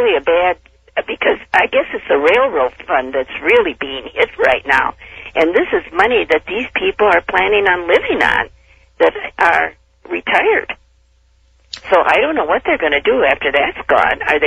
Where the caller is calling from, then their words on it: Kenosha, Wisconsin, United States; I'm calling from Kenosha, WLIP.